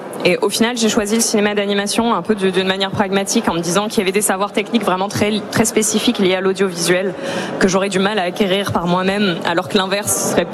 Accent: Provence-Alpes-Côte d'Azur, France; je suis allée dans des abbayes prendre des photos dans ma région natale de Provence.

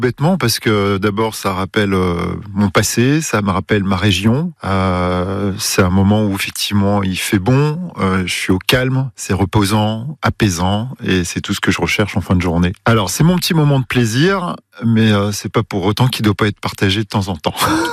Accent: Grand Est, France; une petite boisson qui me rappelle mon papa et mon pays, puisque je suis alsacien, c'est un vin chaud que je déguste frais.

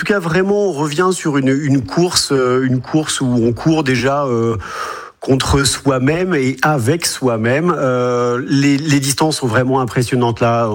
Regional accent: France; Chez nous, en France

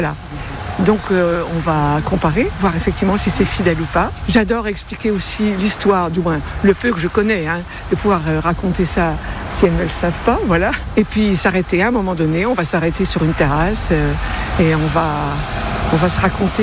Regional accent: Metz, Grand Est, France; Je suis née à Metz, donc je suis une vieille Messine.

